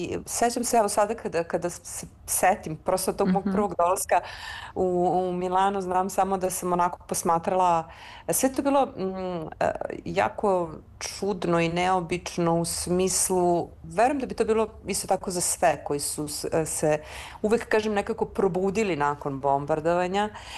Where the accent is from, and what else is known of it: Belgrade, Serbia; born or raised there